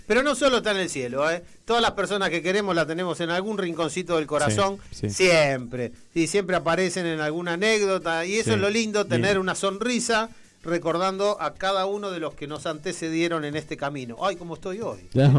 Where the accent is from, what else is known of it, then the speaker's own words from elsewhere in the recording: Argentina; nosotros no leemos ningún manual y somos argentinos